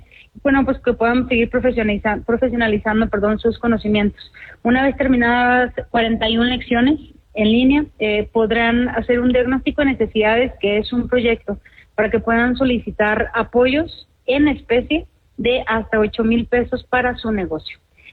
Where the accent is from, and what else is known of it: Mexico